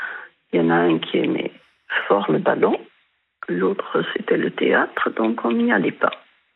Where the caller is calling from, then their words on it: Ajaccio, Corsica, France; J'habite en Corse du Sud, à Sartène. Ah. Je suis ajaxienne.